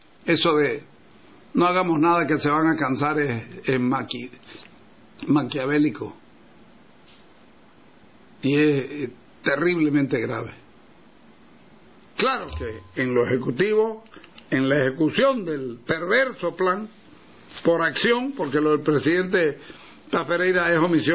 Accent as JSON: {"language": "Spanish", "country": "Bolivia", "said": "entre nosotros como bolivianos"}